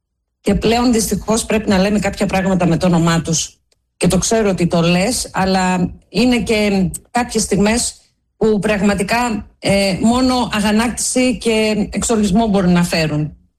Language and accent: Greek; Trilofo, Central Macedonia, Greece; also born or lived in Monospita, Naousa; Να δώσω πολλούς χαιρετισμούς στα χωριά μου, στον Τρίλοφο της Βέρειας και στα Μονόσπιτα της Νάουσας.